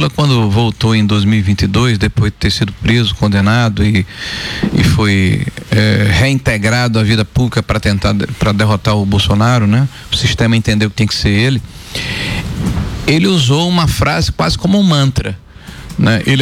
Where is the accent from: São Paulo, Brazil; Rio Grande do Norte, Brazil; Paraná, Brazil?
Rio Grande do Norte, Brazil; O cidadão que mora no interior, Jucurutu, lá do meu estado, um abraço para Jucurutu.